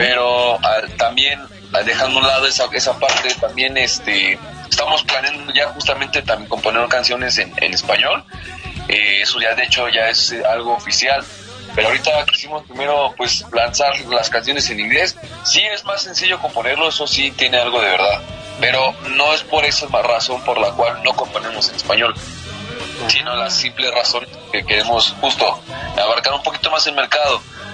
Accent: Mexico City, Mexico; somos pues aquí de la ciudad.

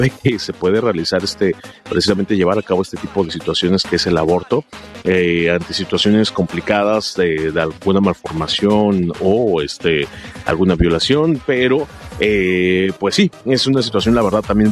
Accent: Mexico; el ser mexicanos, el haber nacido en esta hermosa tierra

